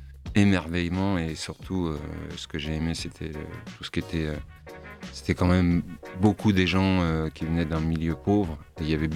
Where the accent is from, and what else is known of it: Île-de-France, France